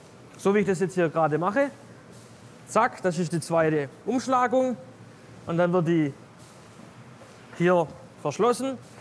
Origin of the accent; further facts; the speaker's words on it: Swabia, Germany; Ich bin ein Schwabe durch und durch.